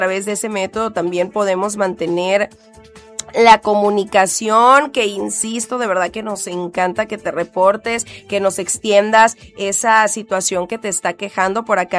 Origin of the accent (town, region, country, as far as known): Mexico